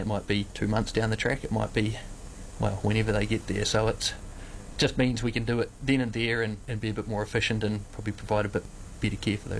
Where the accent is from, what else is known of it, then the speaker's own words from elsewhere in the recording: New Zealand; Like I've been out last summer, like I'm a New Zealander, so this is pretty warm for us.